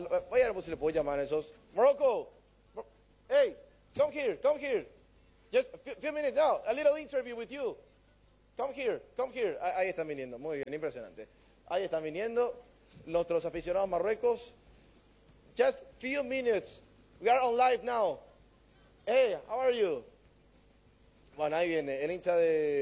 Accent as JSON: {"language": "Spanish", "country": "Paraguay", "said": "Nosotros somos de Paraguay."}